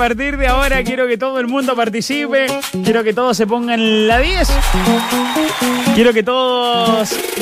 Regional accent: Chile; Yo soy tan chileno que zapateo todos los meses.

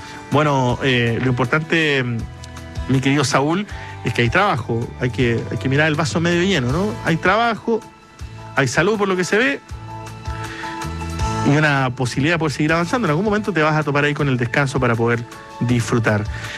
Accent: San José, Costa Rica; desde San José, Costa Rica. Soy costarricense

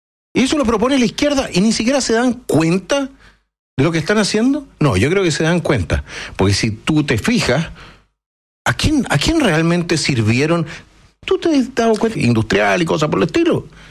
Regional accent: Chile; Somos todos chilenos. Los empresarios y los trabajadores somos chilenos.

